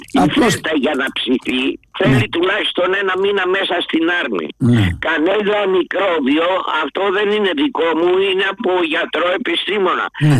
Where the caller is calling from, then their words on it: Marousi, Attica, Greece; είμαι από Μαρούσι.